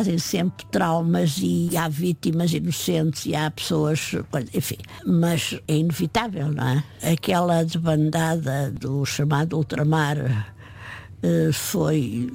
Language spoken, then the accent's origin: Portuguese; Guarda, Portugal; born there; e também não nasci em Coimbra, nasci na Beira Alta, na Guarda.